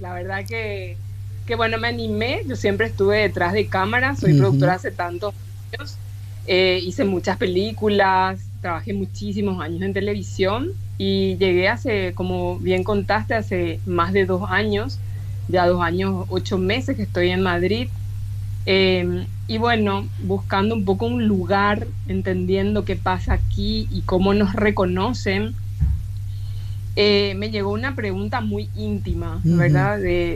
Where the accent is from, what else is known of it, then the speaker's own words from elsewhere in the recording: Paraguay; al decir Paraguay había como una pausa y una incógnita y también mucho interés. Ah, Paraguay, pero sos la primera paraguaya que conozco o no sé mucho de tu país, cómo viven.